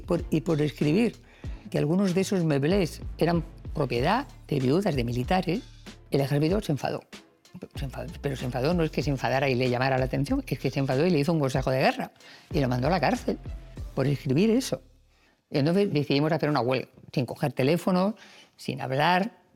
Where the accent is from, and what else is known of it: Madrid, Community of Madrid, Spain; born there